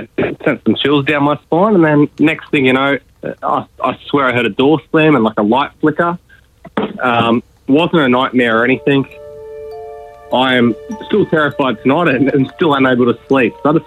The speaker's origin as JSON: {"language": "English", "town": "Hornsby", "region": "New South Wales", "country": "Australia", "said": "Well, I'm just from Hornsby myself"}